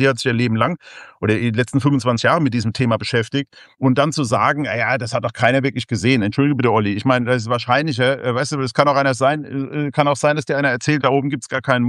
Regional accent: Rhineland-Palatinate, Germany; der aus Rheinland-Pfalz, meinem Heimatland hier, tatsächlich in dem Flugzeug saß

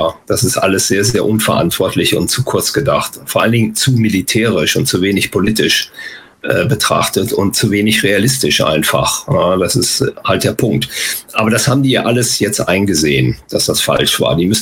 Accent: Germany; Und wir müssen halt als Deutsche da eben anders mit umgehen.

